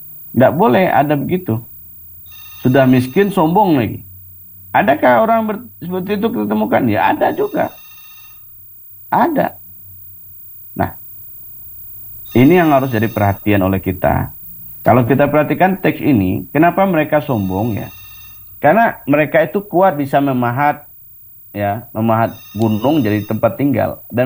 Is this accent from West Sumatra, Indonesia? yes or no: yes; West Sumatra, Indonesia; melemahkan bagaimana karakter kita orang Minangkabau juga.